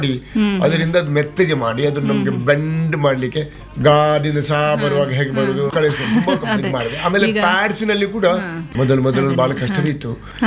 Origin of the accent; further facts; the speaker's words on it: Bantwal, Karnataka, India; ಮೂಲತಃ ನಾನು ಬಾಣೆ ಮಂಗಳೂರಿನ ಹತ್ತಿರ ಬಂಟ್ವಾಳ ತಾಲೂಕಿನಲ್ಲಿ ಸಜಿಪ ಗ್ರಾಮ ಬರೀಕು ಗ್ರಾಮ, ಅಲ್ಲಿ ಯಾವುದೇ ಸೌಕರ್ಯಗಳಿಲ್ಲ.